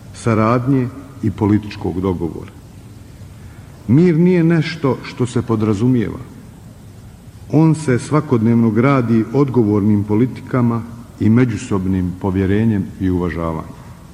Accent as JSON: {"language": "Bosnian", "country": "Bosnia & Herzegovina", "said": "Dolazim iz Bosne i Hercegovine. Zemlje koja najbolje razumije vrijednosti mira."}